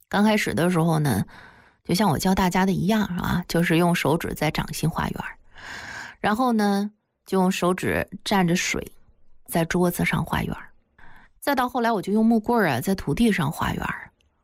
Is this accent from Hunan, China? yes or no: no; Zedang, Tibet, China; 我就是在敬老院里长大的孤儿，关于我的身世，在整个的西藏山南的泽当镇。那几乎是家喻户晓了